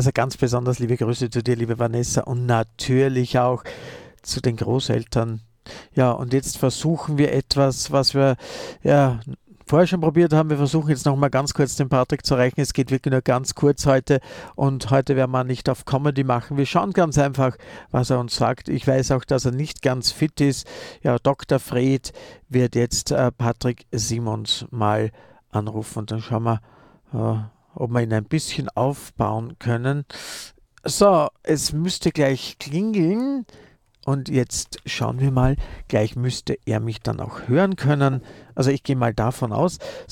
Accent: Austria; ich als Österreicher

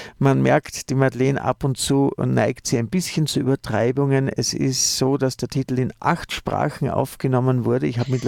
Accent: Vienna, Austria; now in Salzburg, Austria; ich bin ja als Wiener im Salzburger Land.

